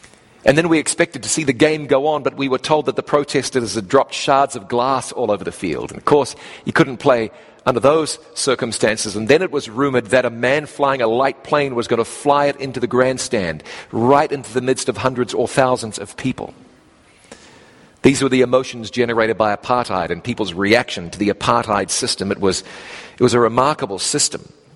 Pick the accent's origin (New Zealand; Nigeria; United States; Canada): New Zealand; born or raised there